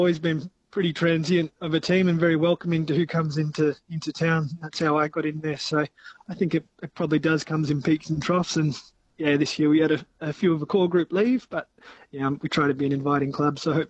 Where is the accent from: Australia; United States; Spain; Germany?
Australia; Victoria; Oh, yeah, down south. Grew up just east of Melbourne in the Yarra Valley. Played there most of my juniors